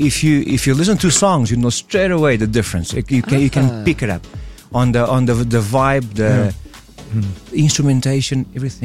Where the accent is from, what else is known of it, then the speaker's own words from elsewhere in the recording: Portugal; also born or lived in Angola; now in South Africa; But we grew up in Portugal. Well, I grew up in Portugal, yes.